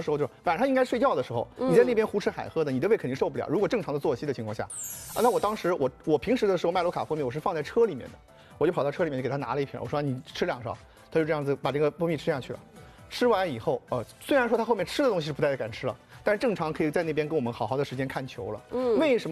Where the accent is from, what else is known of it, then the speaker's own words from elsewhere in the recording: China; 我们中国人